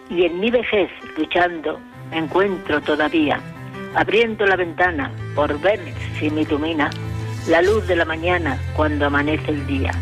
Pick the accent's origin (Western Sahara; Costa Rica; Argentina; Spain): Spain; Valladolid, Castile and León; soy de Valladolid.